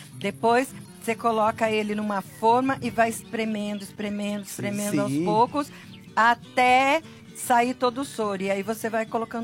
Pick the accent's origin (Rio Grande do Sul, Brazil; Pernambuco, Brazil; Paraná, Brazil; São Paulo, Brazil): Paraná, Brazil; Sabia que quando eu era criança pequena lá no Paraná, eu fazia queijo?